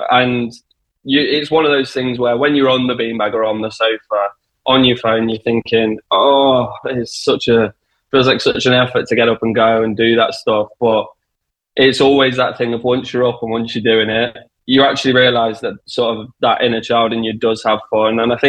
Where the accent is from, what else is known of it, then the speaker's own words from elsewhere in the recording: Derby, East Midlands, United Kingdom; I'm from the Midlands, sort of around Derby area.